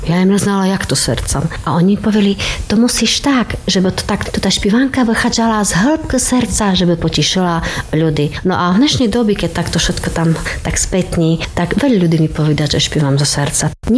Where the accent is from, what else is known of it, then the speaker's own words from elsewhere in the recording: Bardejov, Prešov Region, Slovakia; u nás v Bardejovi